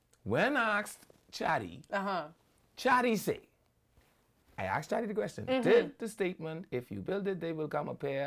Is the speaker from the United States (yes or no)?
no; Nassau, New Providence, Bahamas; And I was from Nassau. We ain't had no bridge to backflip off.